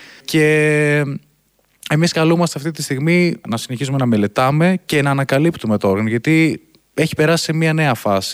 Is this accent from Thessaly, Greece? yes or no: yes; Larissa, Thessaly, Greece; Γεννήθηκα και μεγάλωσα στη Λάρισα, έχοντας καταγωγή από την Ορεινή Καρδίτσα, από την Αργυθέα, τη μεριά της μητέρας μου, και από τη Σικαιώνα Καρδίτσας, χαμηλά από τον πατέρα μου